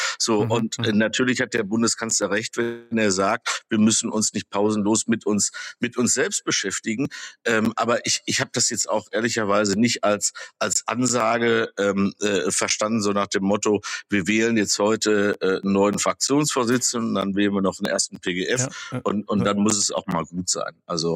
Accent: North Rhine-Westphalia, Germany; in meiner Heimat in Nordrhein-Westfalen

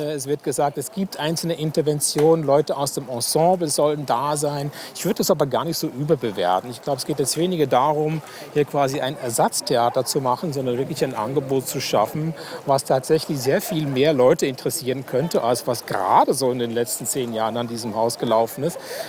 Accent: Berlin, Germany; als Berliner

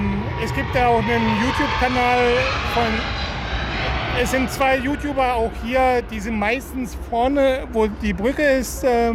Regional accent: Marburg, Hesse, Germany; Nee, ich komme aus Marburg, okay. Aus Mittelhessen.

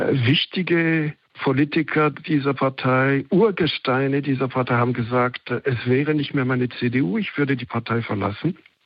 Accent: Switzerland; als Schweizer und als Nicht-Christdemokrat

